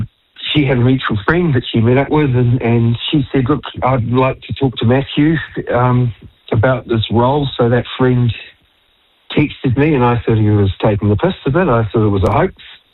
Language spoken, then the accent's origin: English; Auckland, New Zealand; moved away as an adult; also born or lived in Wellington; I was born in Auckland, went to school in Auckland, but I moved down here when I was 19.